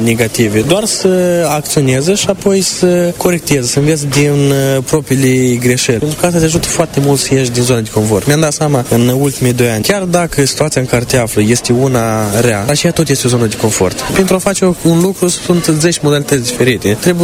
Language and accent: Romanian; Italy; Chiar dacă părinții mei ambii sunt din Republica Moldova și eu sunt din Italia